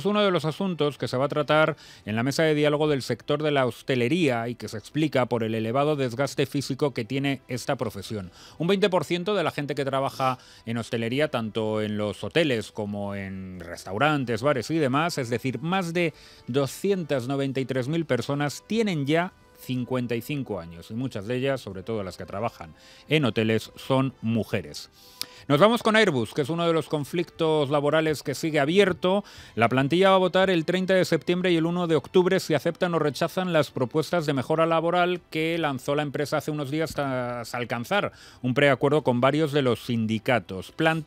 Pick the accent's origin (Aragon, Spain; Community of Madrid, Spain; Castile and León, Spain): Castile and León, Spain; Buenas noticias para mi tierra.